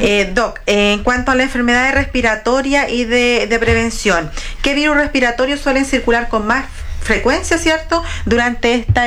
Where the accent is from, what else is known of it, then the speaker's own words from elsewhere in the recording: Chile; hay que hacer nuestra vida normal, ya, como buen chileno.